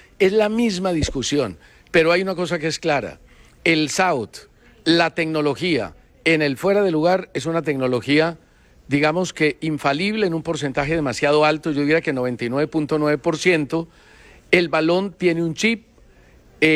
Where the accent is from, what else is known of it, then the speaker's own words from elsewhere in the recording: Colombia; a uno como colombiano le encantaría decir